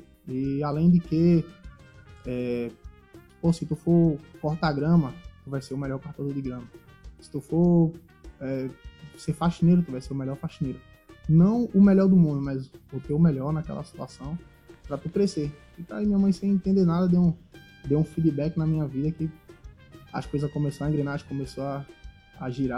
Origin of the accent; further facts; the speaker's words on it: Recife, Pernambuco, Brazil; Assim, sou natural de Recife, né? Sou natural de Pernambuco.